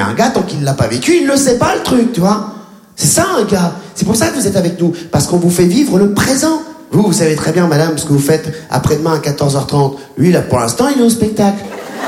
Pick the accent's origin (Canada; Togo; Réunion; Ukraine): Réunion; born or raised there